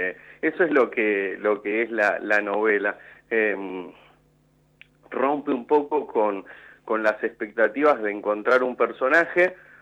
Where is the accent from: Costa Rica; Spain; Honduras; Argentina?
Argentina; General Rodríguez, Buenos Aires Province; now in Mar del Plata, Argentina; yo nunca viví en Buenos Aires, yo ¿mira? Soy de General Rodríguez, ahora vivo en Mar del Plata